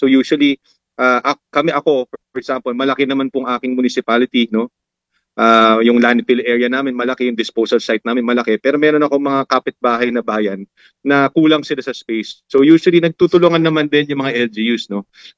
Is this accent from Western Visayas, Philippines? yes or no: no; Cagayan Valley, Philippines